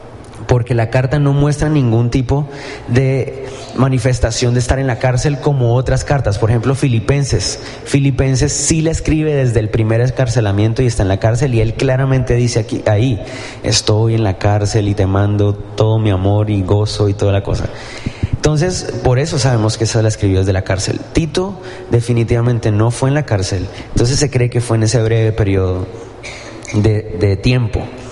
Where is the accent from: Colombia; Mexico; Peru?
Colombia